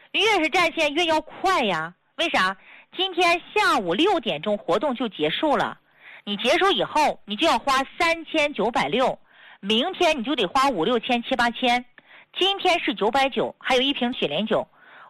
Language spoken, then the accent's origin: Chinese; China; 作为一个中国人，没有人不知道灵芝，因为它太有名了。